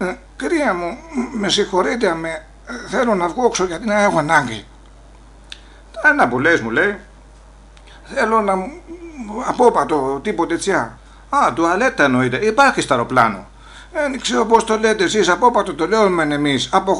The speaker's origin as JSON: {"language": "Greek", "town": "Olympos", "region": "South Aegean", "country": "Greece"}